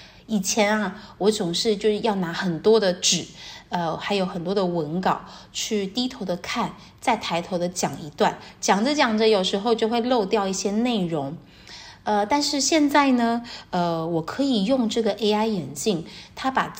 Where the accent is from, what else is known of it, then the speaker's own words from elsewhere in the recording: Taiwan; now in Hangzhou, China; 我是来自宝岛台湾，现在杭州的